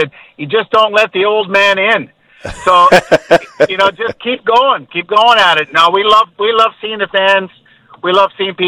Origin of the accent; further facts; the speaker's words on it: Ontario, Canada; born there; I was born in Ontario